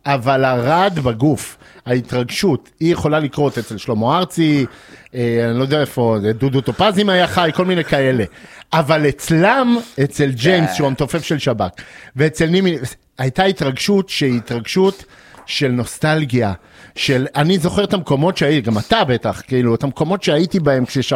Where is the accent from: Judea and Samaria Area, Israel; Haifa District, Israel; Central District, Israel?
Central District, Israel; Rehovot; גדלתי גם ברחובות, שהיא עיר שכנה ליבנה